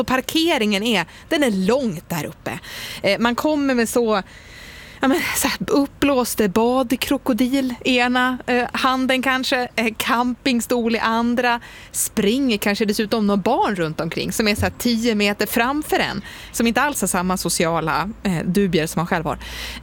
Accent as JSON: {"language": "Swedish", "country": "Sweden", "said": "vi är fortfarande svenskar"}